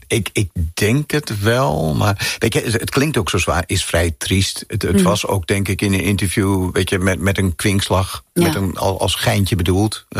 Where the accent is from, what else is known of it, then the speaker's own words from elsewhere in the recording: Amsterdam, North Holland, Netherlands; Geboren en getogen in Amsterdam. Op de Nieuwendijk. En dat was om de hoek van de Dam en Kalverstraat en dergelijke.